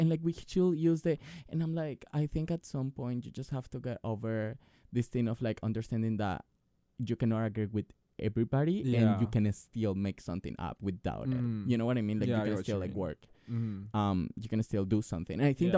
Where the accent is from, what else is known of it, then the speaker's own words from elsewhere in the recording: Colombia; moved away; I grew up in Colombia.